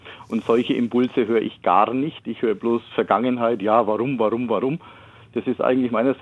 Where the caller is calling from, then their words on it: Kronach, Bavaria, Germany; Wir haben viele Zulieferer hier in Oberfranken. Ich komme aus der Kronacher Ecke.